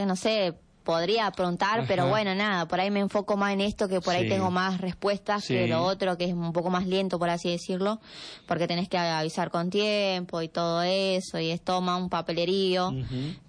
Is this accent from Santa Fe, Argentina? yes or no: yes; Santa Margarita, Santa Fe, Argentina; moved away; Sí, mi pueblo, ajá, o sea, donde yo soy, ajá, es de Santa Margarita.